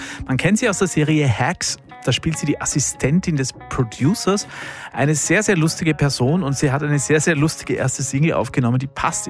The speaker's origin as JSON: {"language": "German", "region": "Vienna", "country": "Austria", "said": "zumindest hier in dieser Stadt, wo ich her bin, in Wien nämlich, da war was"}